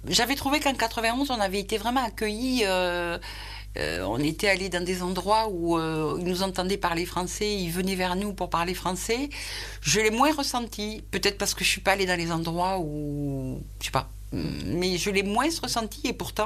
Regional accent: France; on n'a pas la sensation d'être reconnu en tant que Français

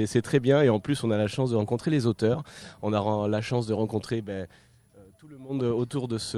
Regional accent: Abidjan, Côte d’Ivoire; moved away as an adult; also born or lived in United States; J'ai grandi en Afrique, moi. J'ai grandi en Côte d'Ivoire, à Abidjan, pendant 20

